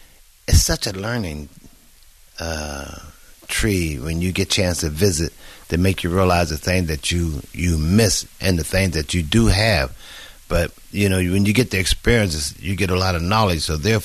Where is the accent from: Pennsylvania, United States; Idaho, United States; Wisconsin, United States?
Pennsylvania, United States; Pittsburgh; And I'm from Pittsburgh, born out of 10 kids. I'm the youngest one, okay?